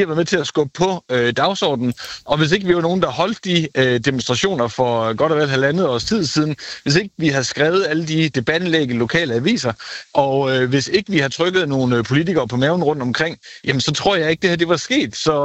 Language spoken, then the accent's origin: Danish; West Jutland, Denmark; man nogle gange følte som vestjyde